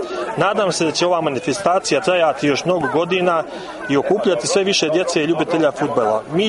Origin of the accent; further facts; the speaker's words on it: Andrijevica, Montenegro; now in Podgorica, Montenegro; Iako živim u Podgorici, ja sam porijeklom iz Zabrđa, iz Andrejevice, i uvijek se rado vraćam svom kraju.